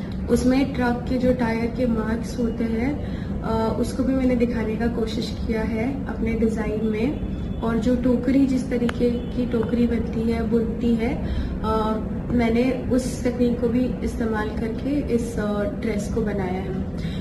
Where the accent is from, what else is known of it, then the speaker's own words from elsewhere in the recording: Dhanbad, Jharkhand, India; मैं भी धनबाद से हूँ।